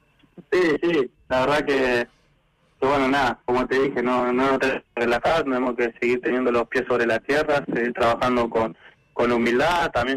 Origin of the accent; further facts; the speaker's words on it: Quilmes, Buenos Aires Province, Argentina; born there; moved away as an adult; Yo de Buenos Aires, de Quilmes.